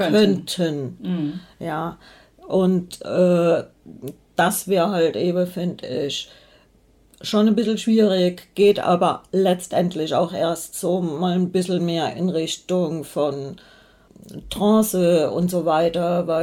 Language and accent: German; Hesse, Germany; born there; ich stamme ja aus Hessen gebürtig